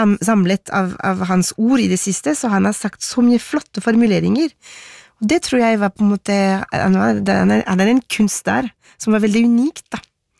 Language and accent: Norwegian; Paris, Île-de-France, France; Norwegian is a second language; now in Norway; da jeg vokste opp i Paris, hvor jeg ble forklart at vi franskmenn 300 år siden, vi drepte kongen vår, vi.